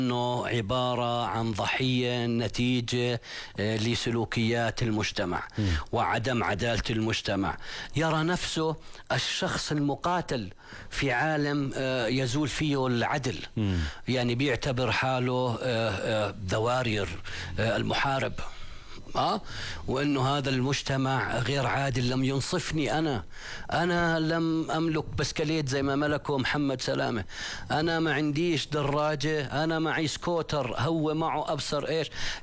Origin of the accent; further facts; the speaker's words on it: Jordan; إحنا كمجتمع أردني